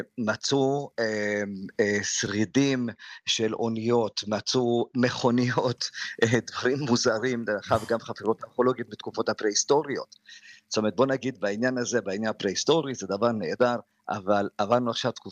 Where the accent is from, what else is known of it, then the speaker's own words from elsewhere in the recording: Hungary; אני גדלתי בהונגריה